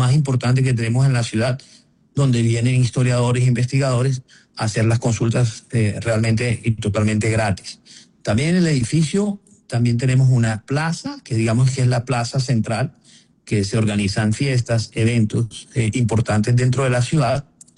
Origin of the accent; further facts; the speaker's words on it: Barranquilla, Atlántico, Colombia; yo como barranquillero, yo me siento muy orgulloso de que el presidente electo ha visto poder gobernar de las regiones.